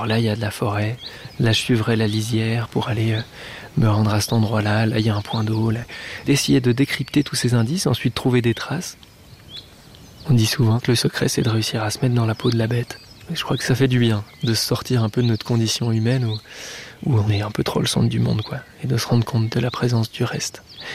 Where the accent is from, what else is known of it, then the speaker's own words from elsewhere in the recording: Vaud, Switzerland; je suis photographe, j'ai 22 ans. Et ici, on est dans une forêt du Jura que j'aime beaucoup, pas très très loin de là où j'ai grandi